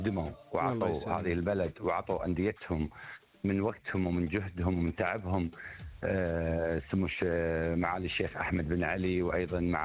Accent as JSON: {"language": "Arabic", "country": "Bahrain", "said": "أهلا وسهلا فيكم في ديرتنا البحرين."}